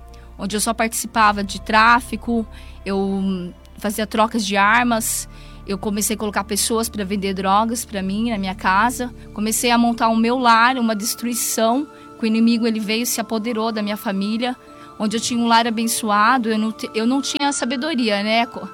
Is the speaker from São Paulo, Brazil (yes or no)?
yes; Bom Jesus dos Perdões, São Paulo, Brazil